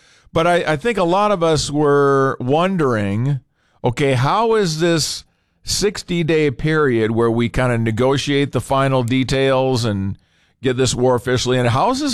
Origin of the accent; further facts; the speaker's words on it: Minnesota, United States; born there; now in Fargo, United States; northern Minnesota, my home state.